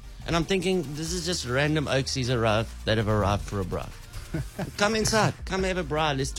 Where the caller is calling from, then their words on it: Pretoria, Gauteng, South Africa; I'm phoning from Pretoria, sir.